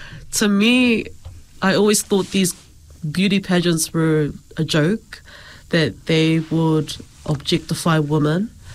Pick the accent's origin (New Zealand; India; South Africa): New Zealand; Auckland; I grew up in East Auckland.